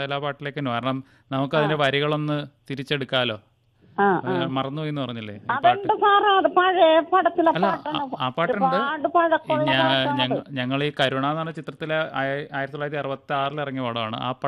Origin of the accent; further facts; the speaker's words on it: Thodupuzha, Kerala, India; now in Kochi, India; എന്റെ വീട് തൊടുപുഴയാണ്. ഇപ്പൊ ഇവിടെയായി, കൊച്ചിയിലായി.